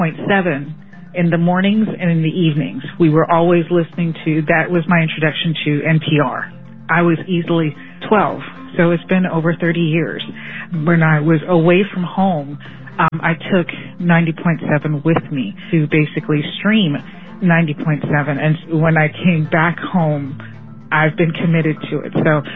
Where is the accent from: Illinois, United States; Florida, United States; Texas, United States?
Florida, United States; Orlando; Growing up in Orlando